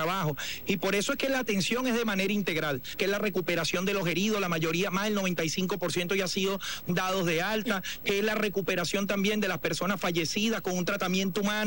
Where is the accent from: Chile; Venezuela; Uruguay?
Venezuela; La Guaira; si quedamos vivos aquí muchos guaireños